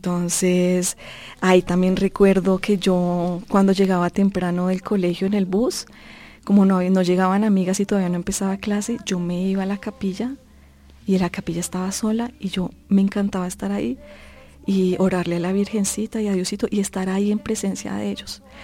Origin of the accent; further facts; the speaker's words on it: Bogotá, Colombia; Yo vivía en Entre Ríos, en el barrio Entre Ríos, acá en Bogotá. Yo nací acá en Bogotá.